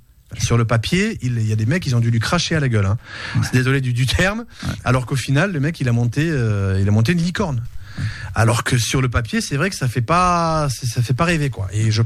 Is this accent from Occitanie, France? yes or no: yes; Mirepoix, Occitanie, France; moved away as an adult; also born or lived in Toulouse / Chicago / Miami; Non mais je suis parti de Mirepoix en Ariège. J'ai fait Mirepoix, Toulouse, Chicago, Miami. Bon. Et je parlais pas l'anglais.